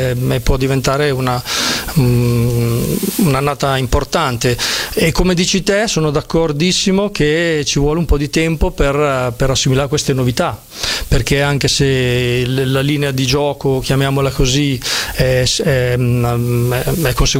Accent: Sasso Marconi, Emilia-Romagna, Italy; Io sono di Sasso Marconi, no? Quindi un paesino piccolo

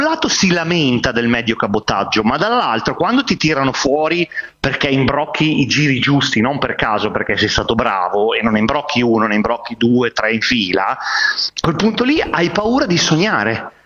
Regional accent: Emilia-Romagna, Italy; io sono da emiliano, posso dirlo, molto emiliana

